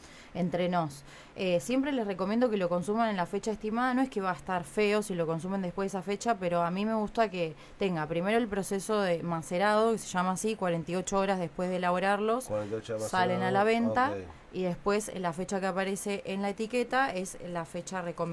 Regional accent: Argentina; Yo, Argentina.

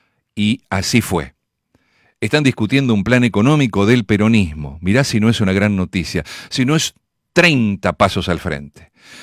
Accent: Mar del Plata, Buenos Aires Province, Argentina; born there; nací en Mar del Plata.

